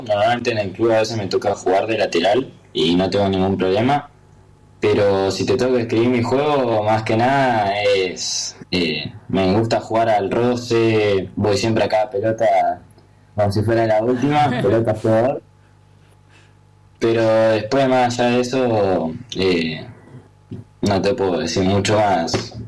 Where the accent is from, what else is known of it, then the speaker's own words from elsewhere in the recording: Viedma, Río Negro, Argentina; Soy de Vietma, sí.